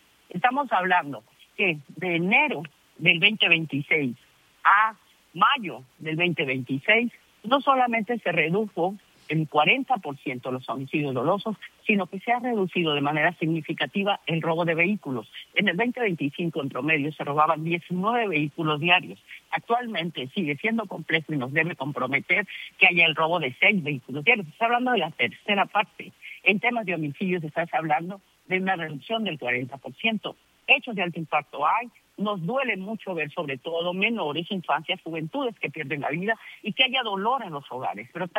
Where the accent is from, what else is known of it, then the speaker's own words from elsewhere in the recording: Sinaloa, Mexico; Quienes somos sinaloenses conocemos la historia